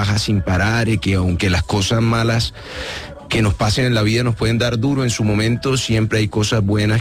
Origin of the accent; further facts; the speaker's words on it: Cartagena, Bolívar, Colombia; la música de mi tierra, de Cartagena de Indias.